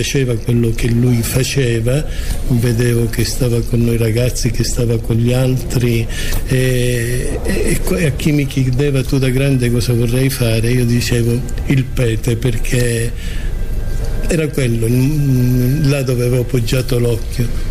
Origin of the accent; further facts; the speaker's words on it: Messina, Sicily, Italy; born there; Io sono nato a Messina, da genitori pugliesi.